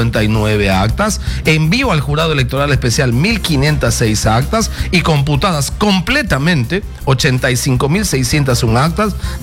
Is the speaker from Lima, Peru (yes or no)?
no; Loreto, Peru; Loreto, mi tierra.